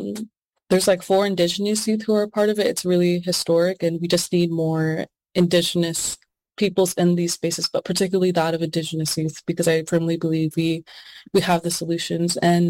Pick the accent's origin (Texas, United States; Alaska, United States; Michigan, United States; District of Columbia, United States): Alaska, United States; Anchorage; born there; going to school, K through 12, like here in Anchorage, there's a lot of like racism.